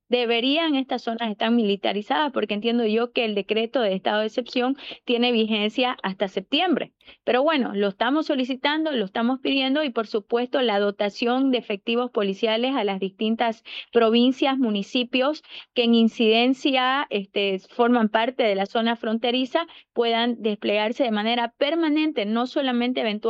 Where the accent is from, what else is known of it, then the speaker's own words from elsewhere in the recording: Bolivia; lo que nosotros necesitamos como bolivianos